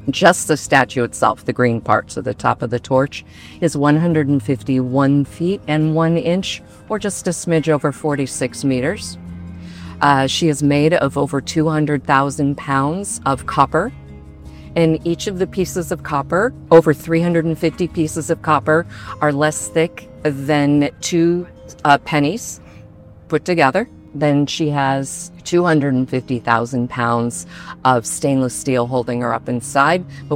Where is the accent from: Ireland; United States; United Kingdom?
United States; New York